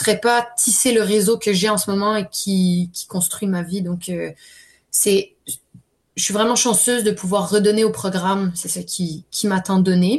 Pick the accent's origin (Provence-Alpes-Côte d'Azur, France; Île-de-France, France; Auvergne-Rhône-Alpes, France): Auvergne-Rhône-Alpes, France; Lyon; now in Canada; j'ai grandi à Lyon en France et donc mon école secondaire est à Lyon en France.